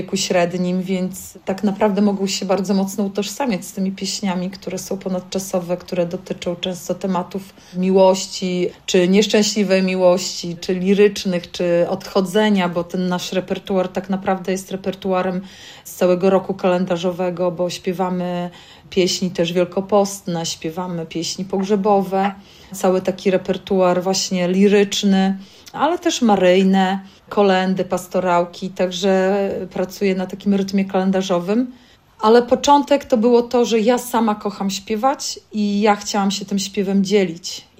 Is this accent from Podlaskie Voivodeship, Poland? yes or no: yes; Sejny, Podlaskie Voivodeship, Poland; born there; now in Suwałki, Poland; wcześniej też mieszkając w Sejnach, bo pochodzę z Sejn. Można powiedzieć, jestem dzieckiem pogranicza sztuk kultur narodów